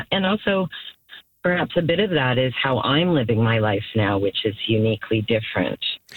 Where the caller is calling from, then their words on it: Wakefield, Quebec, Canada; Wakefield has my heart. So, you know, it's that's where I live.